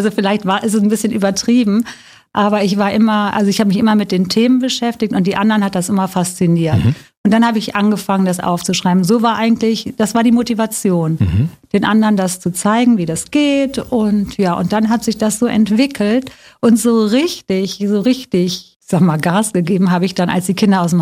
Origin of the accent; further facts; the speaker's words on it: Bonn, North Rhine-Westphalia, Germany; born there; ich lebe da auch noch und ich liebe diese Stadt.